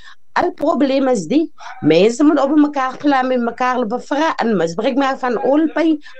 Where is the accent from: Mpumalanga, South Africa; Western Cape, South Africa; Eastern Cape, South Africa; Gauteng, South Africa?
Western Cape, South Africa; Dysselsdorp; born there; Ek is hier van Dieselsdorp … gebore, getroud